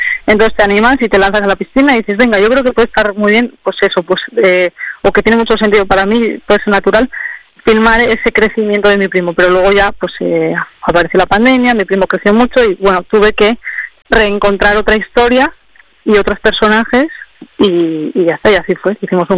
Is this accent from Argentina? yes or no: no; San Sebastián, Basque Country, Spain; born there; Yo no nací en Carrión, yo nací en San Sebastián, en País Vasco.